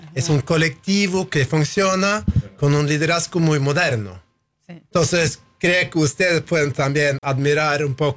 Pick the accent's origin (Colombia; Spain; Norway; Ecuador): Norway